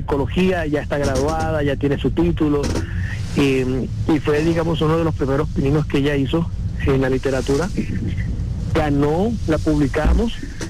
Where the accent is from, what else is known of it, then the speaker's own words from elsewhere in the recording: Cartagena, Bolívar, Colombia; Yo soy colombiano, mi familia es samaria, yo nací de vacaciones en Cartagena. Nos íbamos de vacaciones y nací ahí.